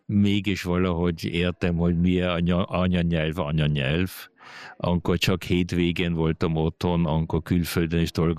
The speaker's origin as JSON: {"language": "Hungarian", "country": "Hungary", "accent": "Hungarian", "said": "angolban és franciában mondják, hogy nekem van egy magyar akcentusom. Párszor vannak szavak, ahol én is nekem egy magyar akcentusom van. Azért az, hogy én fölnőttem már két nyelvvel, segített nekem más nyelvet tanulni."}